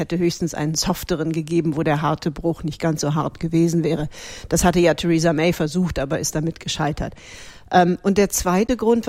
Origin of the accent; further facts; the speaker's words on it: Cologne, North Rhine-Westphalia, Germany; moved away as an adult; now in London, United Kingdom; ich bin in Köln geboren und auch mit ganzem Herzen eine Kölnerin.